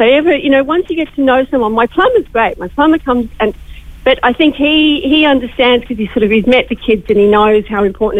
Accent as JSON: {"language": "English", "country": "Australia", "moved": "yes", "lives_now": "Ireland", "said": "You've probably picked up from my accent where I'm from originally."}